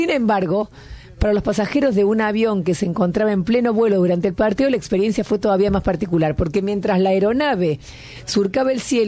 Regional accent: Argentina; Tenemos que seguir y, por supuesto, nos sobra tela para seguir porque somos Argentina, señores.

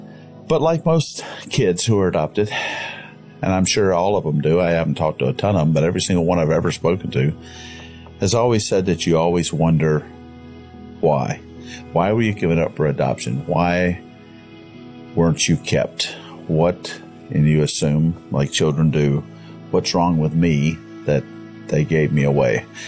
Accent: Concord, North Carolina, United States; I was adopted by a wonderful man and woman … And I was raised in Concord, North Carolina, which is in Cabarrus County in the beautiful heart of North Carolina in the Piedmont region.

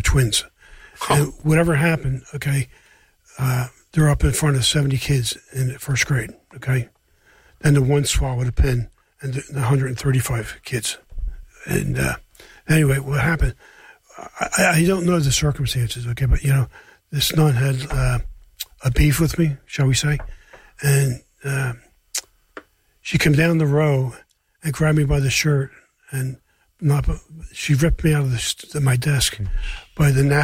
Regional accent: Upper Darby, Pennsylvania, United States; Well, I grew up in Upper Darby.

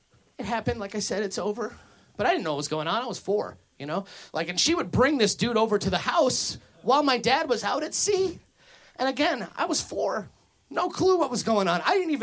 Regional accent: Lansing, Illinois, United States; I come from Lansing, Illinois. That's like near Indiana, so you know what's going on already. Like when I was a kid, Lansing was about 80% white.

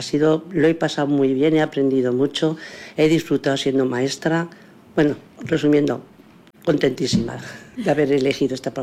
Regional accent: Motilla del Palancar, Castilla-La Mancha, Spain; born there; also born or lived in Cuenca; cuando era pequeña era en Cuenca, aquí cuando estábamos aquí en Motilla

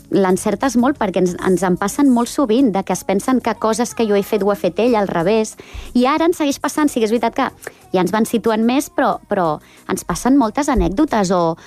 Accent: Badalona, Catalonia, Spain; Soc del centre de Badalona, sí. I llavors, recordo una infància bonica en aquest sentit d'això

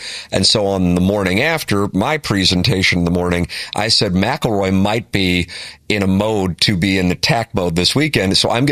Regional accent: Ireland; All due respect, I think as an Irish guy, I can say that.

